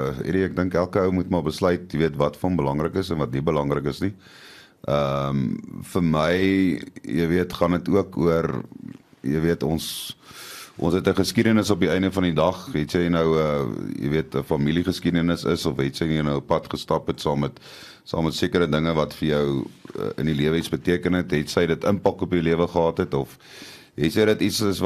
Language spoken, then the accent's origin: Afrikaans; Pretoria, Gauteng, South Africa; Ek kom hier van Pretoria af en as kind en jong mens, jy weet, jong man baie gaan jag hier in Noord-Transvaal.